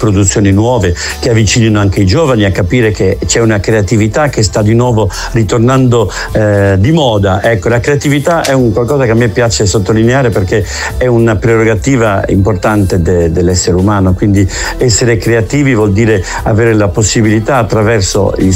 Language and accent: Italian; Genoa, Liguria, Italy; sia io da genovese